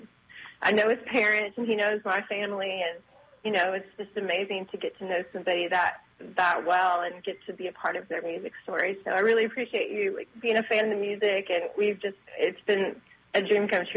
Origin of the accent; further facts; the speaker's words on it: Texas, United States; now in Nashville, United States; he grew up in Illinois and I grew up in Texas.